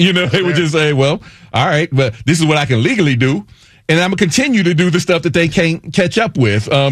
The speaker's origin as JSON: {"language": "English", "region": "Ohio", "country": "United States", "said": "I mean, I'm from Ohio. You know what I'm saying? Like, I ain't deserved that stray."}